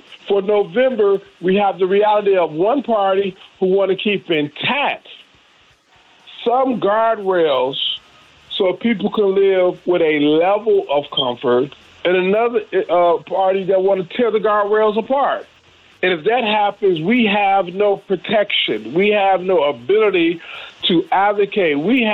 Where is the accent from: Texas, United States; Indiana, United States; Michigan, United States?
Michigan, United States; Detroit; now in Mississippi, United States; And although I'm from Detroit, but I live in Mississippi, he will always call me Mississippi.